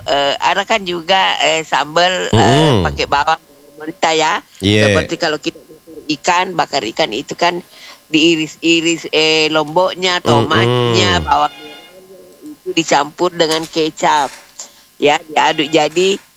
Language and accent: Indonesian; Palopo, South Sulawesi, Indonesia; moved away as an adult; also born or lived in Wajo Regency; now in Gowa Regency, Indonesia; Lahir dan besar di Palopo. Setelah menikah ditinggalkan kota kelahiran, menetap di Kabupaten Goa sekarang.